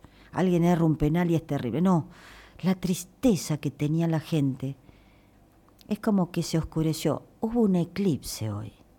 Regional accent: Argentina; eso somos Argentina

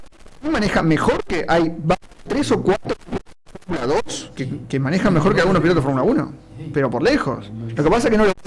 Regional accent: Argentina

